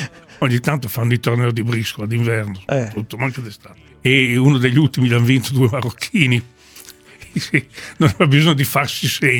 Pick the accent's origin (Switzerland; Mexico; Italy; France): Italy; Modena, Emilia-Romagna; born there; quando si ballava da ragazzini a Modena dicevano andiamo a tangare.